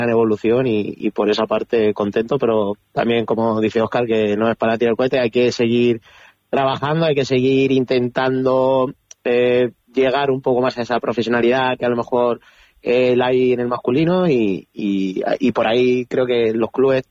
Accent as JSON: {"language": "Spanish", "town": "Puertollano", "region": "Castilla-La Mancha", "country": "Spain", "tie": "born or raised there", "said": "Yo en Puerto Llano, bueno, soy de Puerto Llano, no tengo ninguna queja, he estado estudiando incluso en el Colegio Salesiano 18 años"}